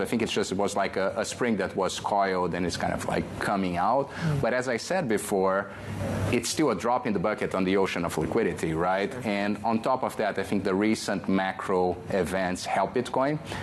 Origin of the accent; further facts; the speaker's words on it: Brazil; moved away; I grew up in Brazil, and you know, I went my teenage years in the 90s in Brazil, late 80s, early 90s